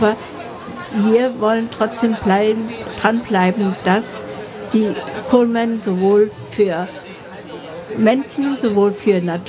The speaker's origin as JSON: {"language": "German", "country": "Germany", "said": "Wir sind nämlich als Deutsche involviert"}